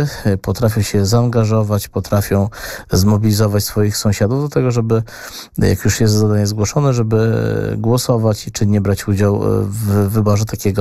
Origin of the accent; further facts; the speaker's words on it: Łomża, Podlaskie Voivodeship, Poland; u nas w Łomży